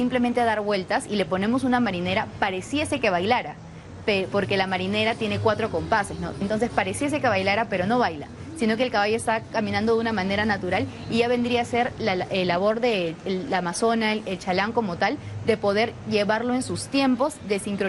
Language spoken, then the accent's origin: Spanish; Peru; Me encanta el Perú, me encanta decir que soy peruana al 100%.